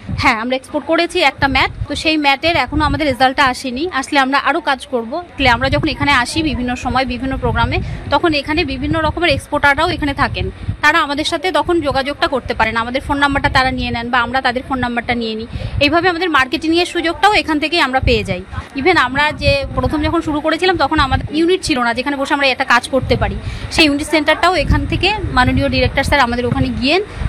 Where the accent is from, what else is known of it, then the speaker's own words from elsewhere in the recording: Gaighata, West Bengal, India; আমি গাইঘাটা ব্লক থেকে এসেছি।